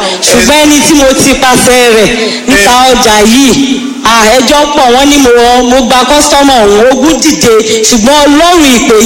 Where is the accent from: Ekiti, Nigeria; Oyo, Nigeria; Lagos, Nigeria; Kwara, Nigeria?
Oyo, Nigeria; Ologuneru; Mo wá láti Ológun Ẹ̀rú.